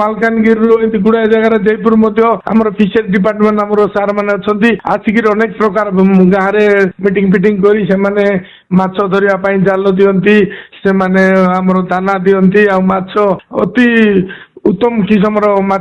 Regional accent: Cherkapur, Odisha, India; ମୋର କୁନ୍ଦୁରା ବ୍ଲକ ଦିଗାପୁର ପଞ୍ଚାୟତ ଚେରକାପୁର ମୋର ଗାଁ।

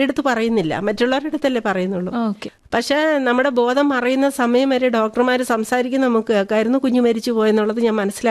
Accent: Rajakkad, Kerala, India; ഇടുക്കിയിലാണ്, Idukki Rajakkad.

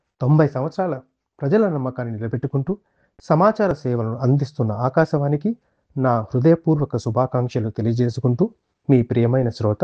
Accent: Hyderabad, Telangana, India; now in Australia; మా ఊరు హైదరాబాద్. ప్రస్తుతం నేను ఆస్ట్రేలియాలో రేడియాలజిస్ట్గా పనిచేస్తున్నాను.

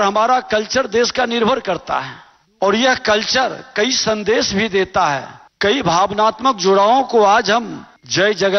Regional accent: Bihar, India; हम जिस राज्य से आते हैं वह राज्य जनसंख्या में घनत्व के मामले में देश से सबसे ज्यादा पहले 1106 था, अब लगभग 1388 व्यक्ति प्रति वर्ग किलोमीटर पहुंच गया है

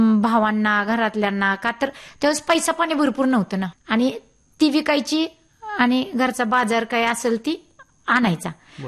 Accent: Ashti, Maharashtra, India; माझं लहानपण आष्टी रंगारेची आष्टी माझं माहेर आहे, तालुका मोहोळ जिल्हा सोलापूर.

